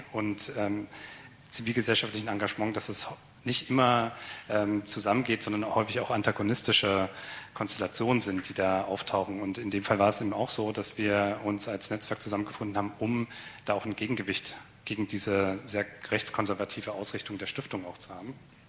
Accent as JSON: {"language": "German", "region": "Saxony", "country": "Germany", "said": "ich bin ja aus Sachsen."}